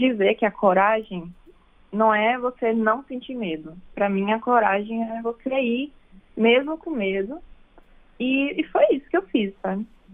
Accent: Ipitanga, Bahia, Brazil; Eu sou filha única, eu cresci aqui em Ipitanga, no interior da Bahia, e eu tive uma infância muito feliz.

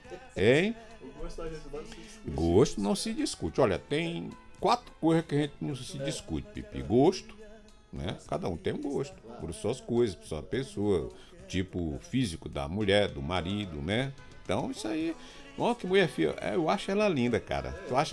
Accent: Piauí, Brazil; Sou lá do Piauí, eu sou lindo, né?

